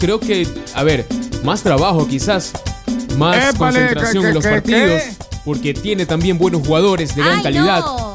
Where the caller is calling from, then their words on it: Ecuador; para nosotros como ecuatorianos